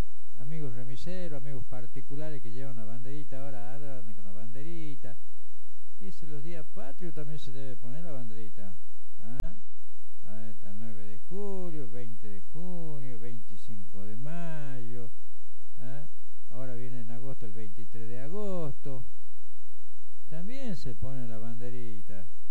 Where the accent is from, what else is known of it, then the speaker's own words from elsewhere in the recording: Argentina; si somos argentinos